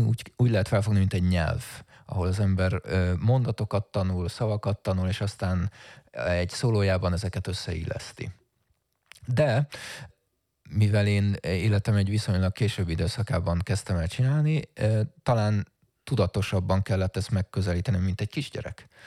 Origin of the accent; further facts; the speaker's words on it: Hungary; de én klasszikus zenén nevelkedtem, klasszikus zenei oktatásban nőttem fel itthon, ahol az improvizációnak semmi helye nem volt.